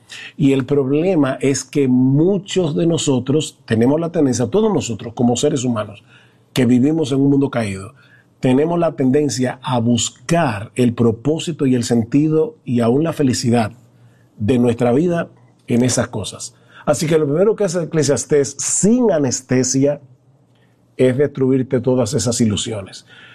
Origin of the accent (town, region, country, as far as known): San Juan de la Maguana, San Juan, Dominican Republic; born or raised there; moved away